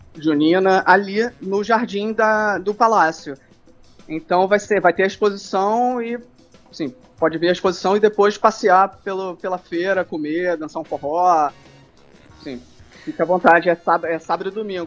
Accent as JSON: {"language": "Portuguese", "region": "Rio de Janeiro", "country": "Brazil", "tie": "born or raised there", "said": "Sou carioca da gema, mas com certas ressalvas, né? Não sou muito de praia, não sou muito de futebol, nem de samba, então, assim, mas nasci no Rio"}